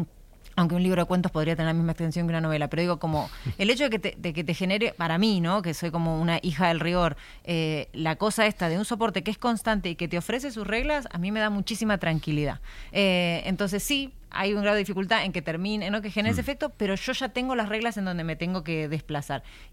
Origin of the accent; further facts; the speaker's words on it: Argentina; Yo soy argentina y escribo cuento. así le decimos.